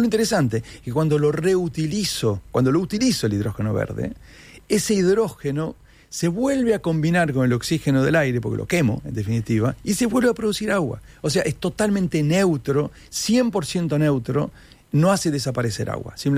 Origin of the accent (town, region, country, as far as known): Uruguay